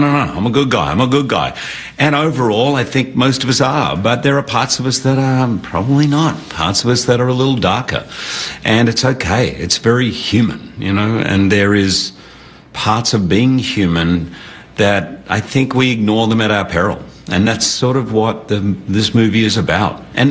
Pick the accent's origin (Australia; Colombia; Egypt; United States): Australia; born or raised there